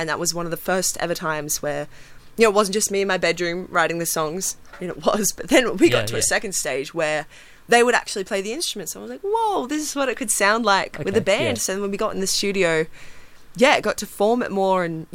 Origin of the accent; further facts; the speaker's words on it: Cooktown, Queensland, Australia; moved away as an adult; now in Brisbane, Australia; stopped in Cooktown, my hometown